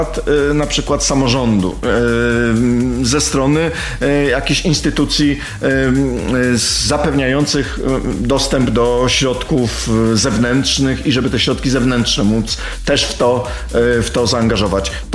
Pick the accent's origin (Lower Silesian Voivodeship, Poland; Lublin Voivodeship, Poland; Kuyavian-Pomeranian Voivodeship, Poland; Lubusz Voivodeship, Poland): Kuyavian-Pomeranian Voivodeship, Poland; Inowrocław